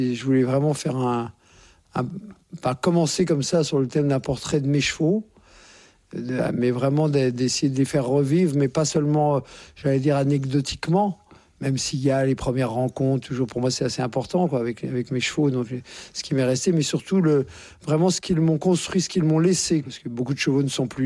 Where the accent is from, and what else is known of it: Courbevoie, Île-de-France, France; born there